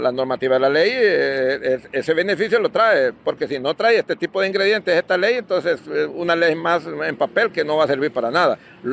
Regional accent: Honduras; aquí todos somos hondureños

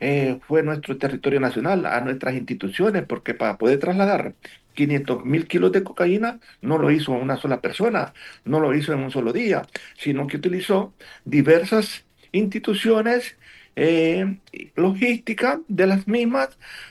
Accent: Honduras

